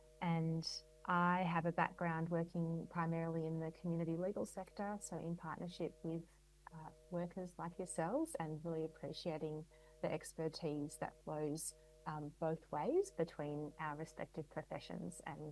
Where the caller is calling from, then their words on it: Victoria, Australia; I'm joining in from Wurundjeri country.